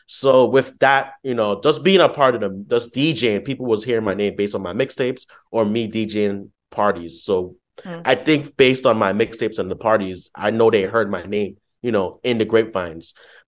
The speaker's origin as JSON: {"language": "English", "town": "Bronx", "region": "New York", "country": "United States", "said": "because also we're being that we're from the Bronx"}